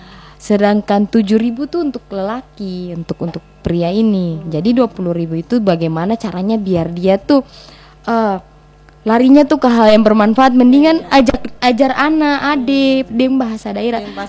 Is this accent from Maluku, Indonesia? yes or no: yes; Ambon Island, Maluku, Indonesia; bahasa Ambon yang katong pakai saat-saat ini di Pulau Ambon ini, bukan bahasa Ibu memang dari Seram bukan.